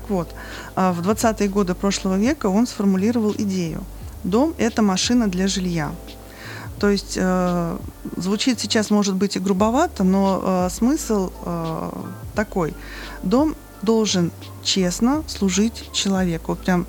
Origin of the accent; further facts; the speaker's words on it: Bryansk, Bryansk Oblast, Russia; Я из Брянска.